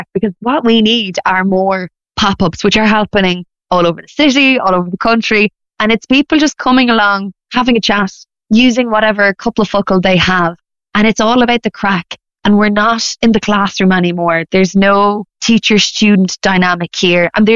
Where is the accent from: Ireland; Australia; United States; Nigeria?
Ireland; growing up in the Gaeltacht, which I was blessed to be